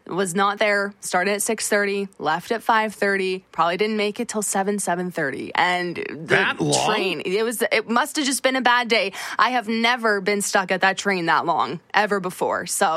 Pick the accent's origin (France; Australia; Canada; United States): Canada; Dryden, Ontario; now in Winnipeg, Canada; growing up in Dryden, I'm used to the wildlife